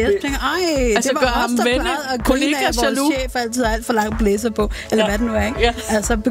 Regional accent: Vestegnen, Capital Region of Denmark, Denmark; nu er jeg fra Vestegnen

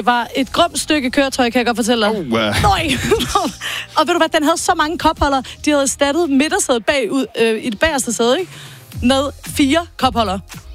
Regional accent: Vejen, Region of Southern Denmark, Denmark; Henny, vi er begge to fra Vejenområdet.

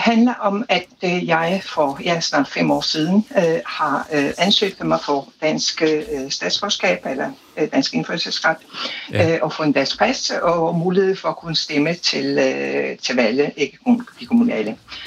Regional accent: Italy; Jeg stammer fra Italien.

